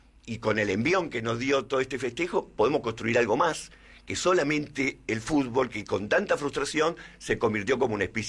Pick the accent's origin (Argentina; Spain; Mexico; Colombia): Argentina